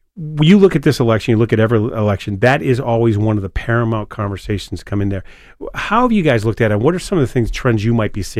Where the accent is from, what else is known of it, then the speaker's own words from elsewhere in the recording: Portsmouth, New Hampshire, United States; I grew up in Portsmouth.